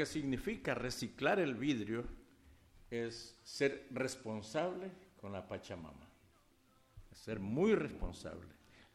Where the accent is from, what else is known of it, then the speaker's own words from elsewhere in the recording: Santa Rosa, El Oro, Ecuador; born there; now in Tena, Ecuador; les digo soy de aquí, pero nativo soy de la provincia del Oro, nací en la parroquia Bellavista del cantón Santa Rosa, entonces es allí pues donde nací.